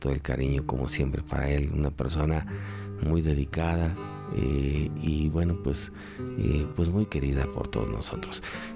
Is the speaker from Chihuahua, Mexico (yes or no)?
no; Perales, Zacatecas, Mexico; allá de mi pueblo, de Perales, del Ejido, ¿verdad? De Ejido Perales